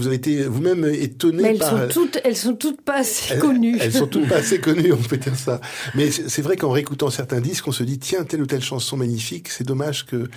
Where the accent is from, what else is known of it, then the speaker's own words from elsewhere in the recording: Wallonia, Belgium; Malgré tout, on est des Wallons.